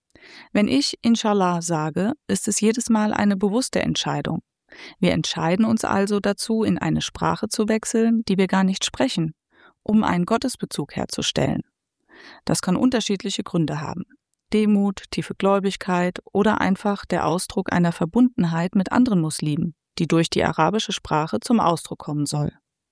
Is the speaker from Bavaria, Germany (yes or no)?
yes; Bavaria, Germany; born there; Ich bin in Bayern geboren.